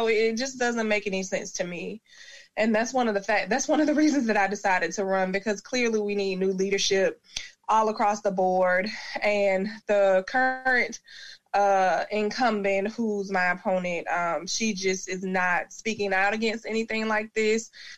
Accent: Jacksonville, Florida, United States; born there; I was born in Florida, in Jacksonville, of all places, on the northwest side of town, where we're often neglected and things like that.

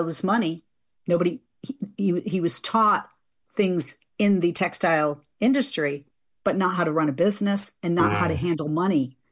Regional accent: Fall River, Massachusetts, United States; born there; was born in Fall River.

